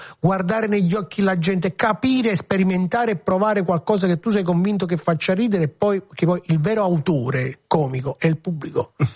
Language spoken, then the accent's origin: Italian; San Giorgio a Cremano, Campania, Italy; born or raised there